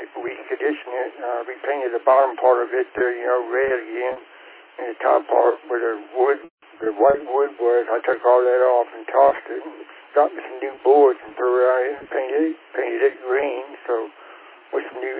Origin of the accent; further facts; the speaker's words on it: San Antonio, Texas, United States; moved away; also born or lived in Austin; I lived down in the hill country, and born and raised in San Antonio, so that was all born and raised there.